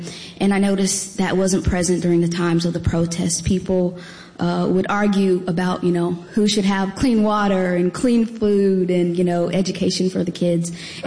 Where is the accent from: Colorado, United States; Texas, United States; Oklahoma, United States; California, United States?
Oklahoma, United States; Tulsa; born there; moved away; also born or lived in Memphis, Tennessee / New Orleans, Louisiana; So I grew up in Tulsa, and I grew up in Memphis, but also Tulsa